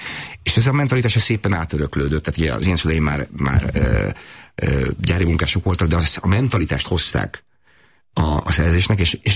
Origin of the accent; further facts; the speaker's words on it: Sopron, Győr-Moson-Sopron, Hungary; én egy magyar paraszti családból származom, Sopronban nőttem fel